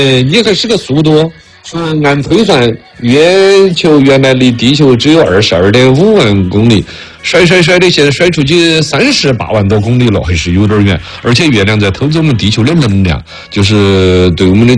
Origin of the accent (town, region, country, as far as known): China